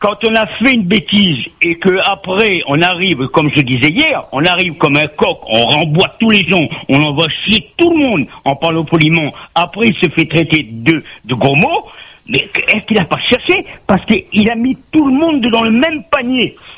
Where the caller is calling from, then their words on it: Réunion; Moi, je suis de La Réunion, je suis réunionnais.